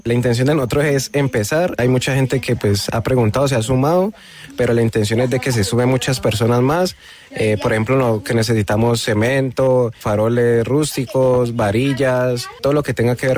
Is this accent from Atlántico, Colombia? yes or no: no; Dagua, Valle del Cauca, Colombia; yo soy dagüeño a morir